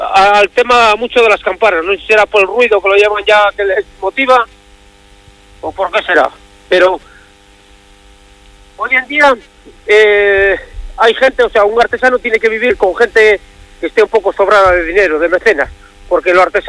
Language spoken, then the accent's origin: Spanish; Cantabria, Spain; yo soy de aquí, de Covadonga